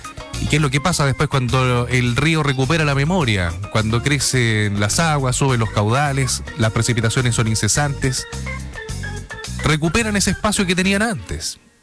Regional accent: Chile; no sé si será porque somos chilenos, tenemos mala memoria

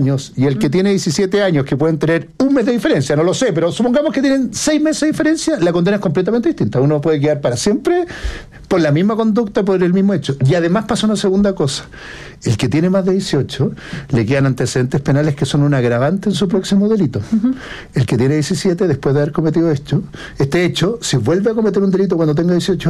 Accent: Montevideo, Uruguay; Por supuesto, yo estuve en el liceo y me crié en la Colón 9000.

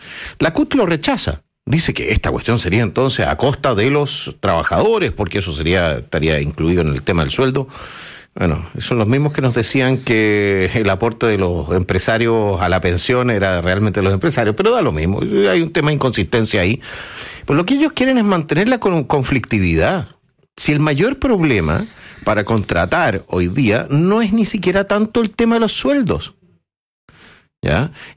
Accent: Chile; Somos todos chilenos.

